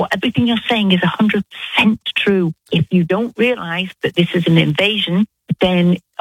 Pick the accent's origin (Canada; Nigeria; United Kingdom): United Kingdom; I'm not. I'm British.